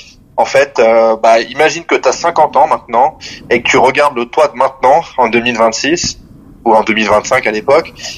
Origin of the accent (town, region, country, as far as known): Paris, Île-de-France, France; now in Switzerland